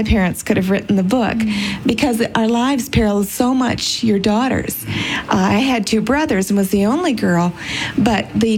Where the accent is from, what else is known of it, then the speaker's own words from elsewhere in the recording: Aurora, Colorado, United States; from Aurora, Colorado.